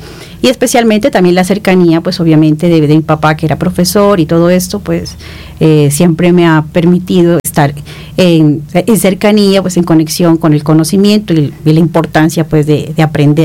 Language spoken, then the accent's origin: Spanish; Pasto, Nariño, Colombia; Bueno, yo soy nacida en la ciudad de Pasto. Ahí crecí en un barrio que se llamaba el Barrio Obrero. Toda mi familia creció y hizo su familia en ese mismo barrio.